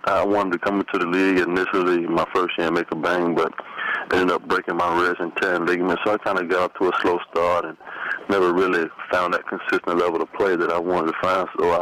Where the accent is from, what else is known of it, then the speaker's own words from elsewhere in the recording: Virginia Beach, Virginia, United States; I thought growing up in Virginia Beach and playing basketball on the corner and hanging out on the corner was the life.